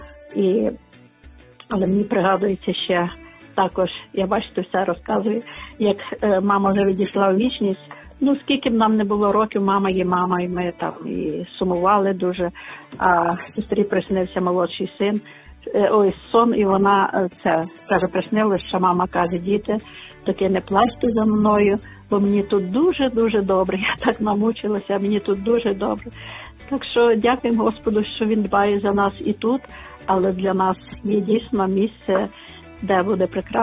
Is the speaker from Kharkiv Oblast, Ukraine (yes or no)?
no; Bilivtsi, Chernivtsi Oblast, Ukraine; moved away; Я з Чернівецької області, село Білівці, дуже гарне місце.